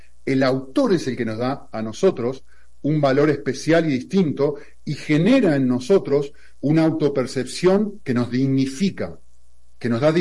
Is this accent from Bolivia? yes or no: no; Argentina; born there; Yo nací en un contexto de una determinada, en un contexto social determinado en Argentina.